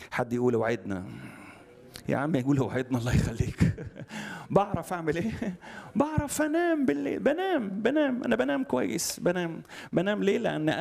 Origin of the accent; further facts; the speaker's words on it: Alexandria, Alexandria Governorate, Egypt; also born or lived in Upper Egypt; انا اسكندراني صعيدي بس اسكندراني.